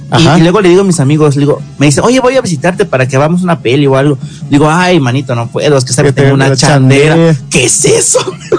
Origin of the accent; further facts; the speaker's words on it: Mexico; nosotros, como costeños, tenemos esa parte familiar